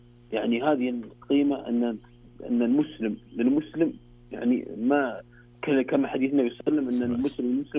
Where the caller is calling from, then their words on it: Abha, Asir, Saudi Arabia